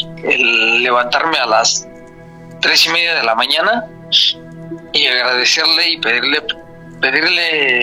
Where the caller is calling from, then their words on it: Mexico City, Mexico; de la Ciudad de México.